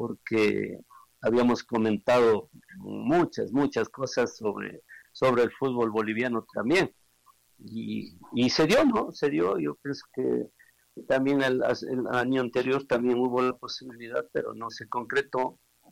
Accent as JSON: {"language": "Spanish", "country": "Ecuador", "said": "Hemos mejorado muchísimo como fútbol ecuatoriano"}